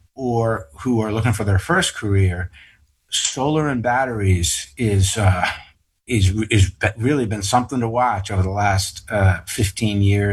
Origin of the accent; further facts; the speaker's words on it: Wayland, Massachusetts, United States; And that was okay when I was growing up in Wayland